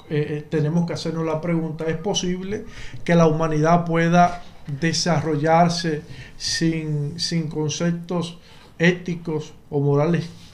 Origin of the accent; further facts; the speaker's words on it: Dominican Republic; nosotros como dominicanos